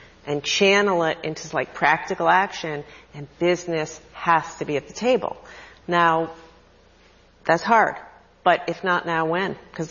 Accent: Rhode Island, United States; I'm from Rhode Island. Our state motto is hope, okay?

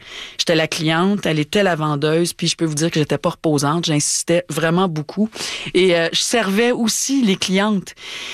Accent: Montreal, Quebec, Canada; elle avait une boutique de vêtements à Villemard, dans le sud-ouest de Montréal, là où j'ai grandi.

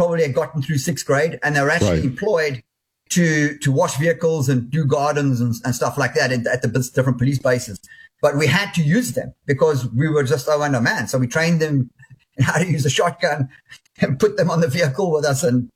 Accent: South Africa; also born or lived in England, United Kingdom; although I'm actually British. I was born in England, but I grew up in South Africa.

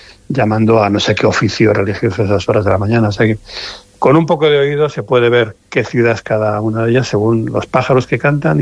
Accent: Segovia, Castile and León, Spain; somos de Ávila y segoviano

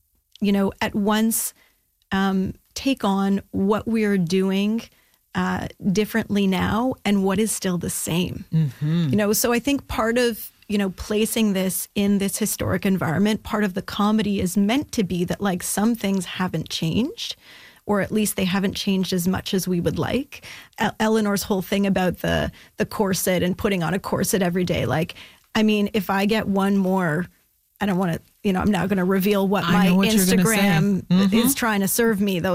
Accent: Ottawa, Ontario, Canada; I'm actually from Ottawa originally, but I did come with when I visited friends and family in the city.

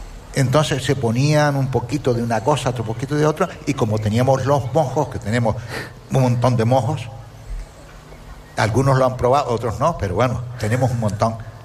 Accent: Canary Islands, Spain; born there

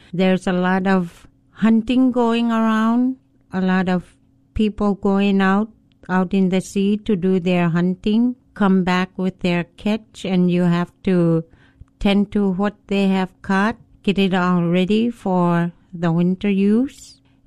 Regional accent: Barrow, Alaska, United States; I'm originally from Barrow, Alaska.

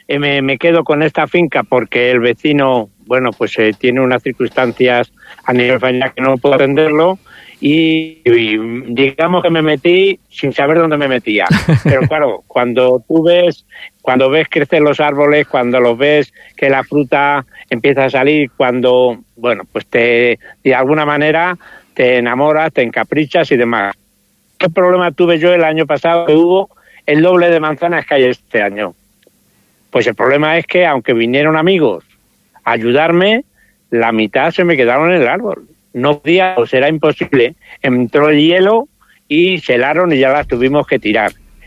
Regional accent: San Lorenzo, Castile and León, Spain; yo soy de San Lorenzo, que es un pueblecito que está aquí al lado, y yo arrendé esta finca, pero yo no soy de aquí ni llevo muchos años.

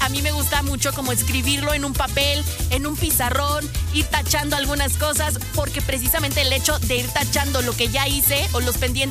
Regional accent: Mexico; como mexicanos la verdad es que creo que tenemos el privilegio de escoger este tipo de comidas que no cualquiera puede.

